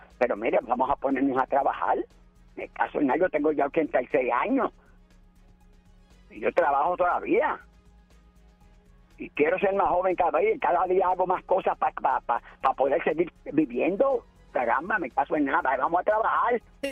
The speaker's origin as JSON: {"language": "Spanish", "country": "Puerto Rico"}